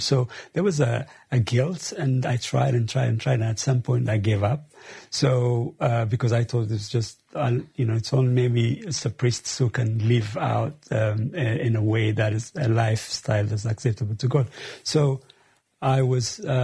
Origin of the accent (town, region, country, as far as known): Addis Ababa, Ethiopia; born or raised there; also born or lived in Jimma; now in United Kingdom